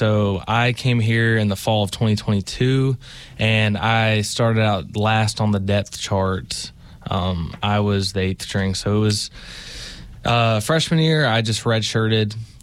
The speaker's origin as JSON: {"language": "English", "town": "Abingdon", "region": "Virginia", "country": "United States", "tie": "born or raised there", "said": "I'm from Abingdon."}